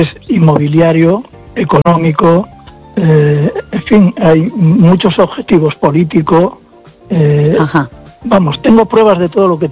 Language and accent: Spanish; Fisterra, Galicia, Spain; estoy viviendo de alquiler a 50 kilómetros de mi pueblo. Yo soy de Fisterra